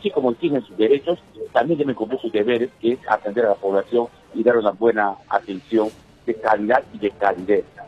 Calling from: Iquitos, Loreto, Peru

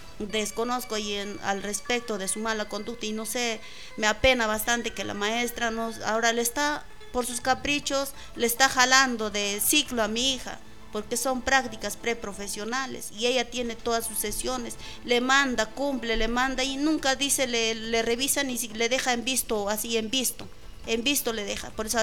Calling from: San Ramón de Pangoa, Junín, Peru; porque yo soy de Pangoa

